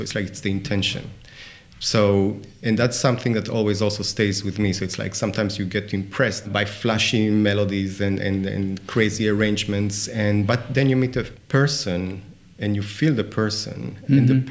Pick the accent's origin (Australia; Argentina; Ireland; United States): Argentina; So I lived in Argentina. I grew up partly in Argentina at the end of the 70s. And also this is what music that was played at home.